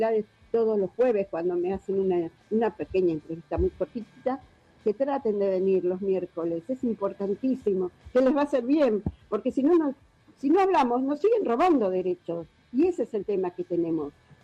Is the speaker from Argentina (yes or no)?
yes; Bella Vista, Buenos Aires Province, Argentina; yo soy de Bellavista, en Hurlingham